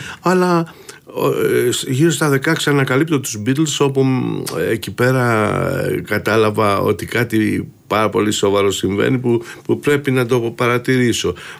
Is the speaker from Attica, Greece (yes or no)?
yes; Piraeus, Attica, Greece; όντας Πειραιώτης, mm-hmm. μεγάλωσα στην Καλλίπολη και με τον ήχο των jukebox.